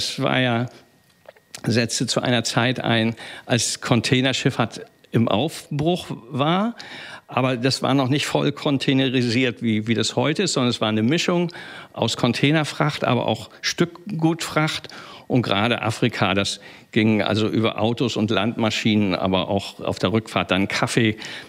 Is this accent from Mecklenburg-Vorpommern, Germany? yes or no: yes; Rostock, Mecklenburg-Vorpommern, Germany; ich bin ein Rostocker Jung, hier aufgewachsen